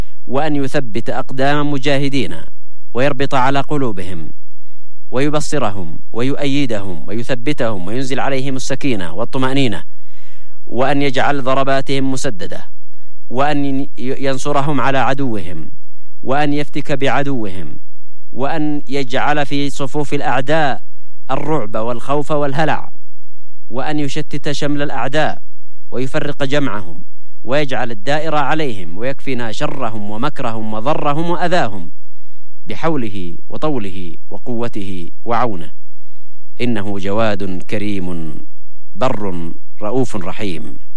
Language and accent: Arabic; Yemen